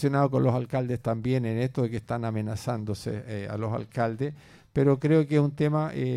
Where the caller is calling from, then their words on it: San Fernando, O'Higgins, Chile; yo soy de acá de San Fernando